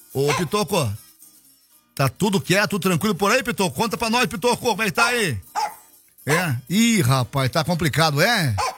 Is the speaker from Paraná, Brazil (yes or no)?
yes; Telêmaco Borba, Paraná, Brazil; Eu sou de Telêmaco Borba, tá?